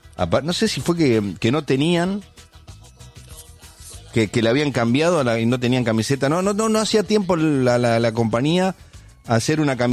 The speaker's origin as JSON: {"language": "Spanish", "country": "Argentina", "said": "No, estamos sufriendo, hay que sufrir. Somos argentinos, sufrimos, y a la miércoles."}